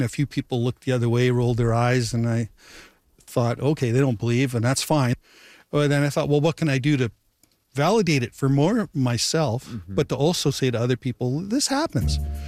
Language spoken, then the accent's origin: English; Winnipeg, Manitoba, Canada; now in Gimli, Canada; I'm from Winnipeg. My wife was originally from Toronto, and we've retired to Gimli.